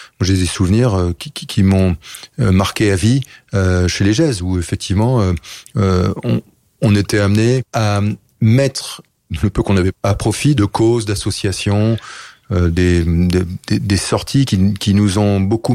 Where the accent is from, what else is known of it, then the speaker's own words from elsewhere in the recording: Paris, Île-de-France, France; moi, j'ai grandi à Paris, mais je passais tout le temps libre que j'avais en Bretagne à naviguer